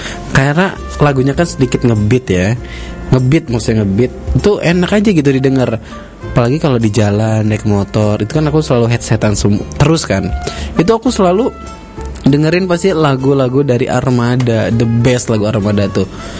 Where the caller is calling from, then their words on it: Yogyakarta, Special Region of Yogyakarta, Indonesia; Aku dari Jogja, Mas.